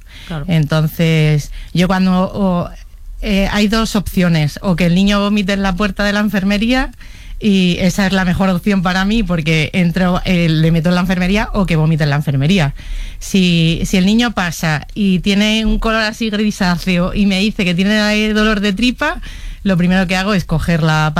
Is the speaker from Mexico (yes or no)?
no; Madrid, Community of Madrid, Spain; Y porque soy de Madrid.